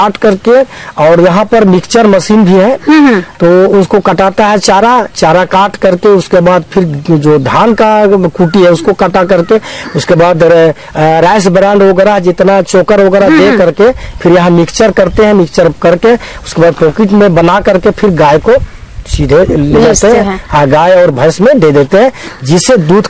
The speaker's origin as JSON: {"language": "Hindi", "area": "Hazaribagh district", "region": "Jharkhand", "country": "India", "said": "ग्राम Gurhet post Chandwar जिला हजारीबाग के रहने वाले हैं।"}